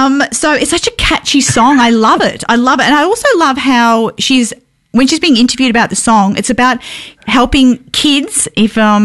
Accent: Scotland, United Kingdom; being a Scot myself.

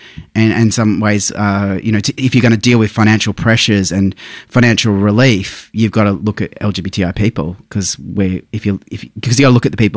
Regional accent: Queensland, Australia; I'm from Queensland.

